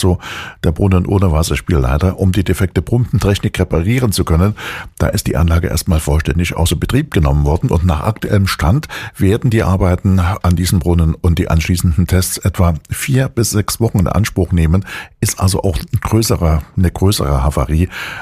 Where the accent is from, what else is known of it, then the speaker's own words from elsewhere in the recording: Chemnitz, Saxony, Germany; Wir switchen mal ganz kurz vor den Regio News noch nach Chemnitz in meiner Heimatstadt.